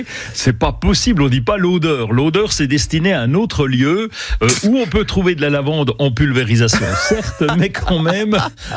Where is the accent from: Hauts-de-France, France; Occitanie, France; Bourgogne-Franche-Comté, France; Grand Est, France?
Bourgogne-Franche-Comté, France; c'est qu'elle pousse bien chez nous en Franche-Comté.